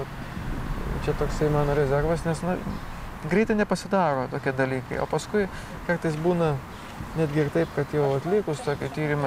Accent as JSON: {"language": "Lithuanian", "region": "Aukštaitija", "country": "Lithuania", "tie": "born or raised there", "said": "aš daugiau rytų Lietuvą ir tą savo gimtąjį kraštą ir galbūt gimtąjį regioną taip nagrinėjau. Tai Aukštaitija."}